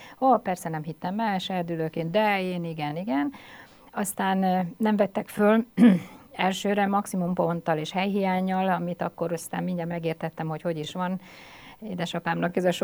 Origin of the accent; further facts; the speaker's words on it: Pécs, Baranya, Hungary; hát Pécsett élek most is, úgy nagyjából, de Pécsett születtem